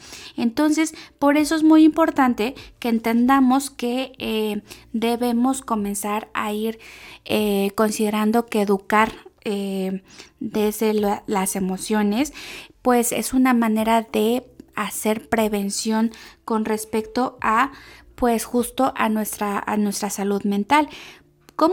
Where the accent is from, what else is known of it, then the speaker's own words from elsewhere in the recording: Mexico; como mexicanos pues también tenemos una gran variedad de gastronomía